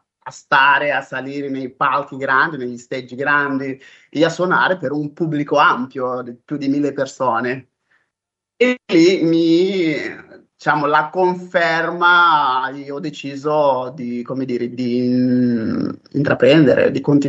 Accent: Beira, Sofala, Mozambique; also born or lived in Marromeo; E niente, sono nato a Marromeo, in Mozambico, in questo distretto, e poi sono cresciuto a Beira. Diciamo che è a Beira dove tutto ebbe inizio.

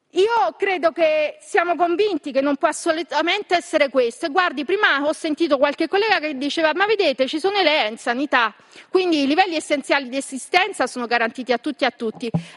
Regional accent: Southern Italy, Italy; io sono una fiera figlia del sud, della mia terra, del mezzogiorno, io sono una fiera figlia della mia terra e lo rivendico con orgoglio

